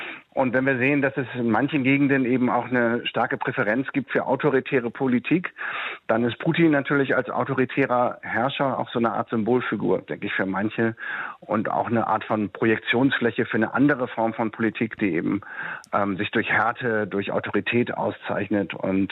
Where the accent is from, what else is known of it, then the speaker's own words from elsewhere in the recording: Germany; Das wissen wir als Deutsche am besten.